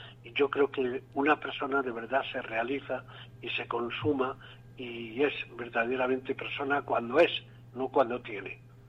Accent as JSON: {"language": "Spanish", "area": "Begíjar", "region": "Andalusia", "country": "Spain", "said": "Pertenezco a un grupo de teatro de aquí, de Vejijas, de mi pueblo"}